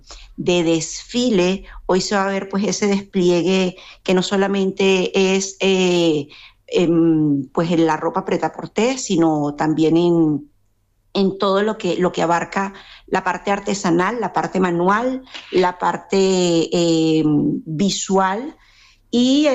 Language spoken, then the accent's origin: Spanish; Venezuela; now in Spain; Yo soy venezolana, las circunstancias nos obligaron, bueno, como muchas de nosotros, a conseguir realmente nuestras raíces, y nosotros pues decidimos mudarnos a España